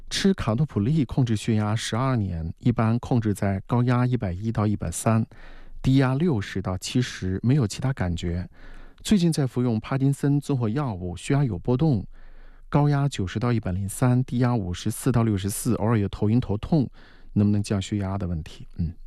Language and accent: Chinese; China; 我们中国人